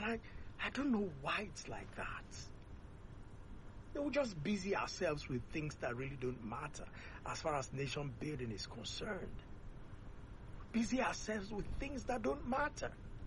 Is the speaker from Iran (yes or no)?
no; Nigeria